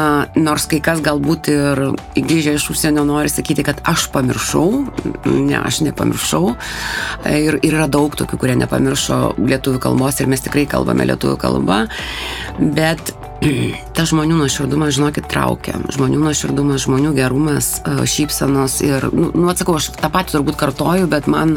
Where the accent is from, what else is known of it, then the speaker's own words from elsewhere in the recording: Panevėžys, Panevėžys County, Lithuania; moved away as an adult; now in United States; Gimiau Panevėžyje, Panevėžio ligoninėje, atsivežė mama tada mane į Liepolėje, ir paskui pirmą klasę jau pradėjau Žemaičių kvartale lankyti. 10 vidurinėje mokykloje.